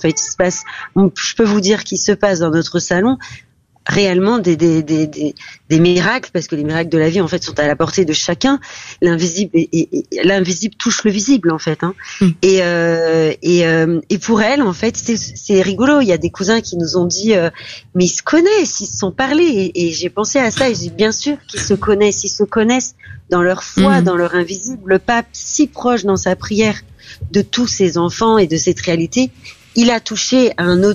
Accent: France; on est français depuis des générations

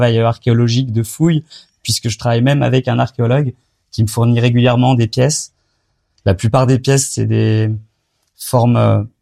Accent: Rennes, Brittany, France; moved away as an adult; also born or lived in Amsterdam; now in Brussels, Belgium; Je me suis installé ici il y a presque 10 ans. Moi, j'ai grandi en Bretagne, pas au bord de la mer, mais à Rennes. J'ai fait mes études aux Beaux-Arts là-bas.

